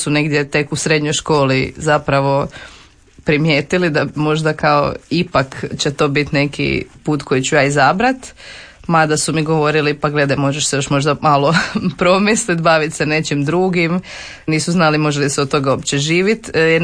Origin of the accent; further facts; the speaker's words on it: Osijek, Osijek-Baranja County, Croatia; born there; Rođena sam u Osijeku 1994. godine.